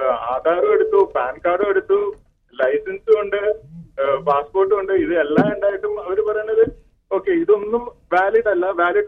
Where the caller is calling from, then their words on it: Ernakulam, Kerala, India; Nadu Ernakulam.